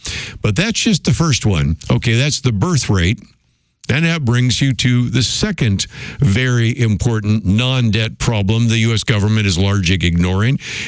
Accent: California, United States; In Oakland, California, I grew up in the Bay Area

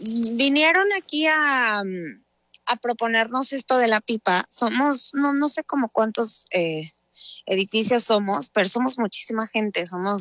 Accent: Mexico; lo ignoré como buena mexicana.

